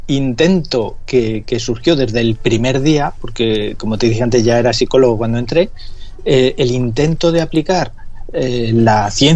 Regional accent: Madrid, Community of Madrid, Spain; Cuando nací, o sea, mi infancia en Vallecas fue complicada. Eran años duros, eran años de heroína.

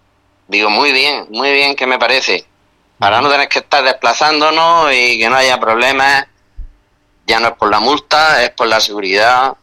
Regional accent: Spain; los que somos del barrio del Alto Aledo

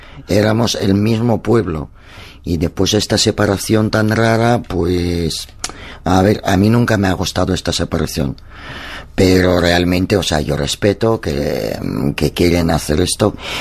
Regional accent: Dnipro, Dnipropetrovsk Oblast, Ukraine; now in Spain; en Ucrania. A ver, yo nací en la Unión Soviética, pero realmente en la República de Ucrania. Y mi pueblo se llama Dniepropetrovsk.

